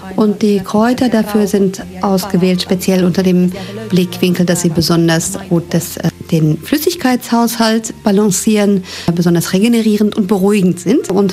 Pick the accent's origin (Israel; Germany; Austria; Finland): Finland; Helsinki, Uusimaa; Ich bin direkt in Helsinki aufgewachsen und wir haben eben diesen wunderbaren Vorzug. Wir brauchen gar nicht aus Land fahren, wir haben die Natur direkt vor der Tür, auch in Helsinki.